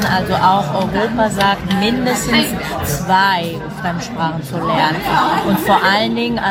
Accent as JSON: {"language": "German", "town": "Catanzaro", "region": "Calabria", "country": "Italy", "moved": "yes", "lives_now": "Germany", "said": "Ich komme aus Kalabrien, also das wäre der Schuh des Stiefels."}